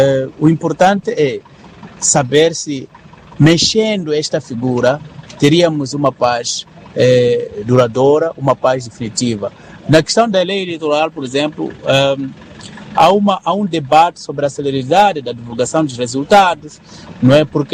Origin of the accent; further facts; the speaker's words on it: Mozambique; que nós precisamos como moçambicanos